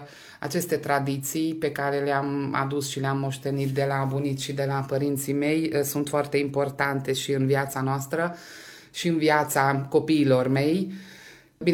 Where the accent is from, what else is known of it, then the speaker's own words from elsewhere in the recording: Hungary; ne definește pe noi ca români din Ungaria.